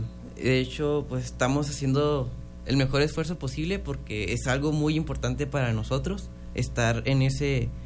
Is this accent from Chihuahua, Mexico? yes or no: yes; Meoqui, Chihuahua, Mexico; Sí, criado en Mioqui